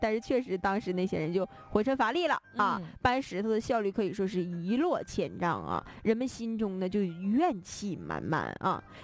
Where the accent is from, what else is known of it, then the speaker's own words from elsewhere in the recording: Northeast China, China; 比如说像咱们东北人非常喜欢手拉手唠嗑，老妹儿啊